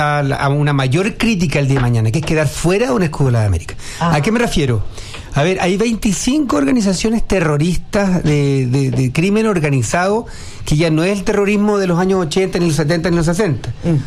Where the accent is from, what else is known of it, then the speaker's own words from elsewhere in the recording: Huelquén, Santiago Metropolitan Region, Chile; accent: rural, guaso; Porque soy fuera de Santiago. Nací en Huelquén, vivo en Huelquén de toda la vida. Vivo en el campo, vivo adentro de un duraznal.